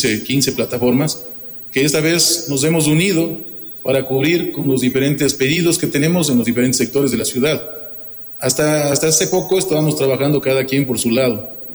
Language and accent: Spanish; Ecuador; como ecuatoriano de corazón